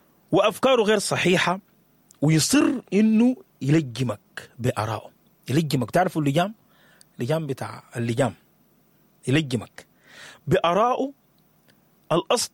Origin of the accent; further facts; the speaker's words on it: Sudan; حقيقتنا كسودانيين